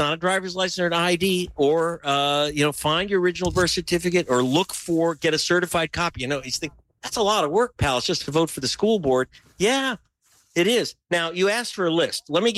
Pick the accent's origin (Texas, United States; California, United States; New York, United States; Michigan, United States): California, United States; Pacoima; That when I'm from Pacoima, there ain't a lot of Pacas that go skiing and have their passport.